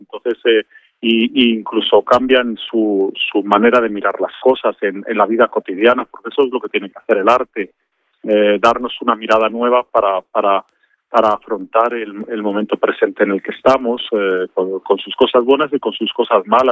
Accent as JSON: {"language": "Spanish", "town": "Salamanca", "region": "Castile and León", "country": "Spain", "said": "yo que vengo de Salamanca, descubrir todo esto aquí de Tui, descubrir Oia, descubrir Bayona, Vigo"}